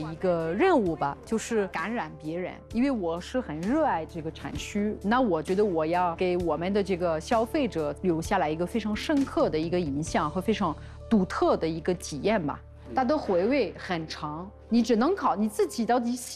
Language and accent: Chinese; Bourgogne-Franche-Comté, France; Chinese is a second language; 作为一个法国人，我老家也是勃艮第，我也是做葡萄酒，行业也是做了十几年。